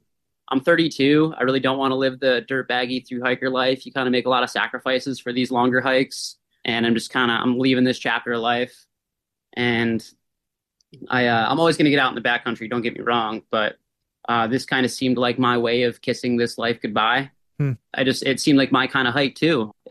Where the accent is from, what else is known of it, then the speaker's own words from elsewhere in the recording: Alaska, United States; To give some context, I was born in Alaska. I'm from Alaska. But my family moved around a lot, so I had zero backcountry experience in Alaska up until this hike.